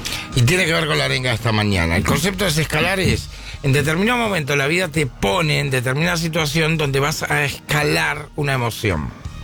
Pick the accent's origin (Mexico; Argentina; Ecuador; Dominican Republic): Argentina